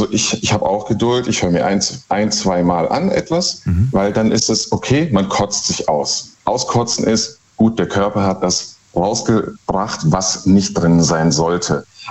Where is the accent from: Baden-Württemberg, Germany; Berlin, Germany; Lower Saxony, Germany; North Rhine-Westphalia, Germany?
Baden-Württemberg, Germany; Ich bin aus dem Schwarzwald.